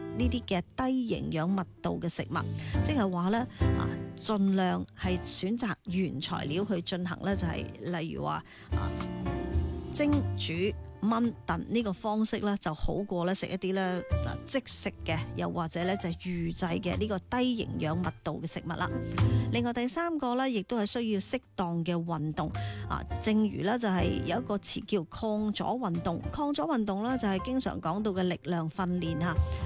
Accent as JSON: {"language": "Cantonese", "region": "Guangdong", "country": "China", "said": "我哋广东人"}